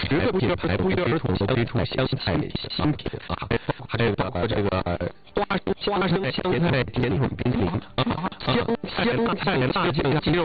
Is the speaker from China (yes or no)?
yes; Northeast China, China; 我们东北话说上岁数了